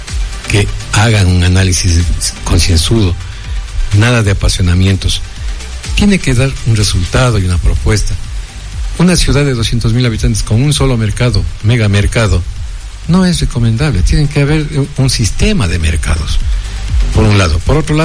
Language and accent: Spanish; Ibarra, Imbabura, Ecuador; yo soy un ibarreño querendón de mi tierra y mi familia así lo ha sido